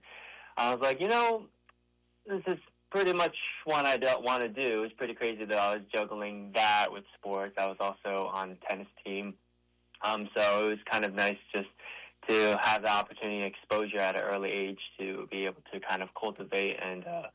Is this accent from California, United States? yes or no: no; New Jersey, United States; They moved here before I was born, and we grew up in New Jersey. So it was nice growing up in a household that had, you know, speaking language, Japanese.